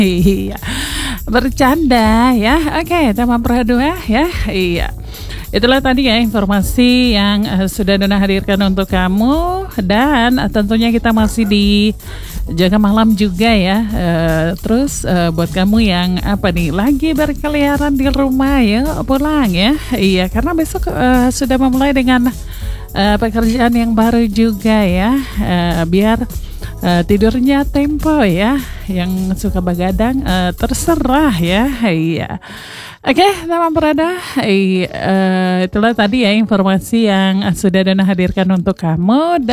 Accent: Merauke, South Papua, Indonesia; kita orang Merauke bilang kok duduk mono-mono di situ

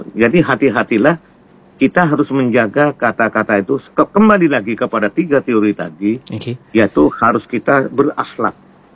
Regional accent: Madura, East Java, Indonesia; saya sebagai orang Madura

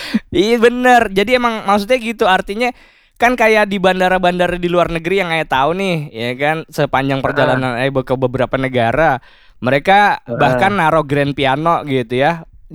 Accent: Cibubur, Jakarta, Indonesia; Saya aslinya orang Lapangan Tembak, Bang. Aslinya, Bang, orang Cibubur saya, Bang.

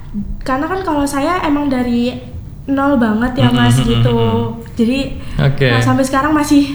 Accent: Jakarta, Indonesia; now in Surakarta, Indonesia; Kebetulan enggak, tapi dari kecil itu kebetulan saya dari Jakarta.

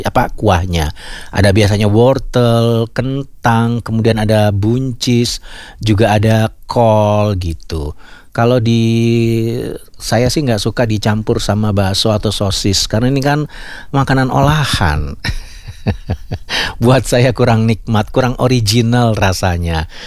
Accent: East Java, Indonesia; terus sambelnya itu sambel merah sih biasanya dulu zaman saya waktu kecil di Jawa Timur.

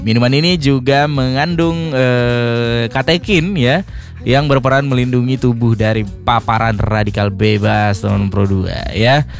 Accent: Aceh, Indonesia; apalagi kita warga Aceh ya.

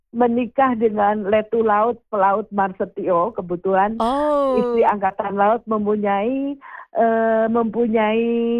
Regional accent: Java, Indonesia; namun saya orang Jawa.

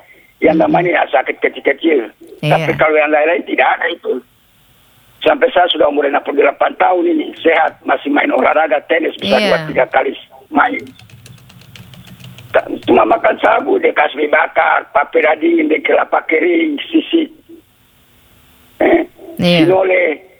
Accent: Papua, Indonesia; kita orang Papua ini pintar.

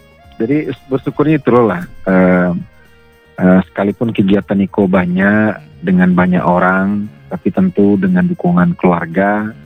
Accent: West Sumatra, Indonesia; Apakah kita betul-betul orang Minang

